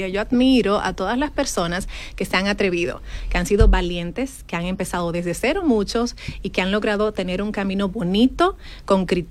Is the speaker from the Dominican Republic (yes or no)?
yes; Dominican Republic; moved away as an adult; Vengo de República Dominicana a hacer una maestría en comunicación corporativa.